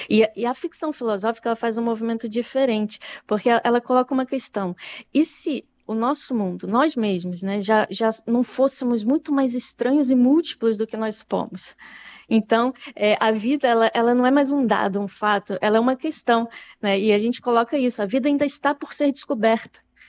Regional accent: Rio de Janeiro, Brazil; also born or lived in São Paulo; Eu também sou do Rio.

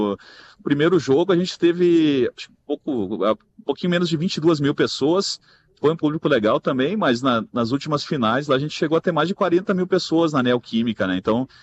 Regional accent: Rio Grande do Sul, Brazil; moved away; eu sou lá do Rio Grande do Sul

